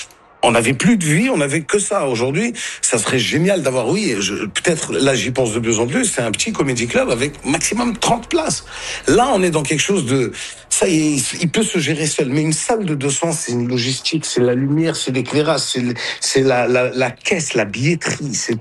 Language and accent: French; Morocco; Nous on vient du Maroc à la base.